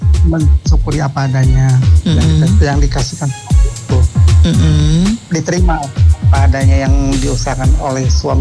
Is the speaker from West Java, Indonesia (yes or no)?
yes; Bandung, West Java, Indonesia; Lahir di Bandung, sepuluh di Bandung, sekolah di Bandung.